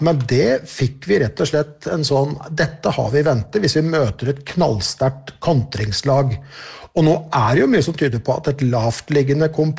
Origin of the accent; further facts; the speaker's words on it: Bergen, Vestland, Norway; vi kan skrike som bergensere vi